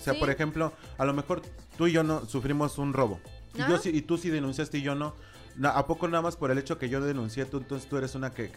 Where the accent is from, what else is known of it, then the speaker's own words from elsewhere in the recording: Mexico; ni yo como mexicano uso sombrero, ni tengo zarape, ni uso bigote